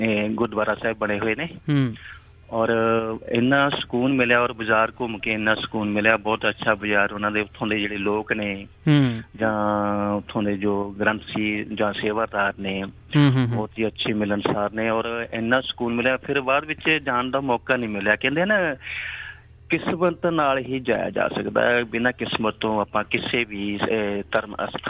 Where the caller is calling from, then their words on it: Kotli Than Singh, Punjab, India; BPO Kotli ਥਾਨ Singh, district Jalandhar ਤੋਂ